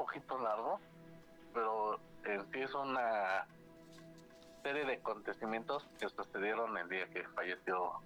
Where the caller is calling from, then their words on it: Tecámac, State of Mexico, Mexico; Desde Tecámac, Estado de México.